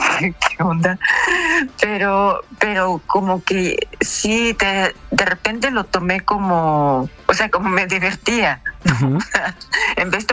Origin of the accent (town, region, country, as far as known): Japan; born or raised there; Spanish is a second language; moved away as an adult; now in Mexico